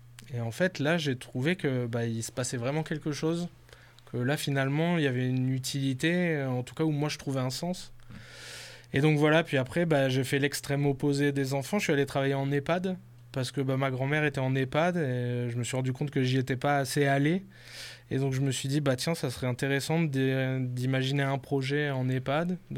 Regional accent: Villeneuve-sur-Lot, Nouvelle-Aquitaine, France; Moi, je viens du Lot-et-Garonne, Villeneuve-sur-Lot, et en fait après bon j'ai fait les Beaux-Arts à Toulouse

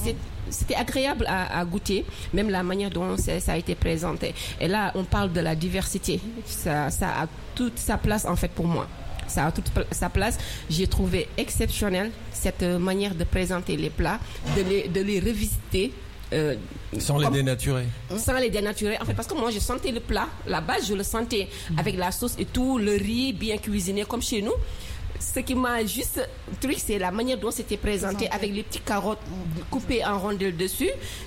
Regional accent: Afghanistan; moved away; je suis d'Afghanistan

